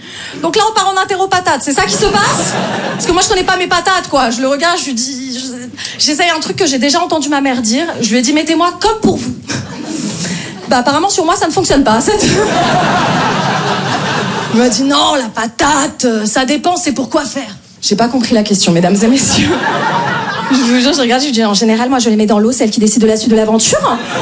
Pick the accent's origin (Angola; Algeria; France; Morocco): France; Paris, Île-de-France; moi je viens de Paris, j'essaye de jouer un peu dans plein de villes en France